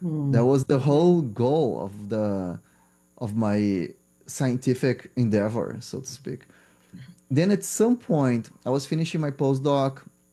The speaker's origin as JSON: {"language": "English", "country": "Brazil", "tie": "born or raised there", "second_language": "English", "said": "growing up in Brazil in the 90s"}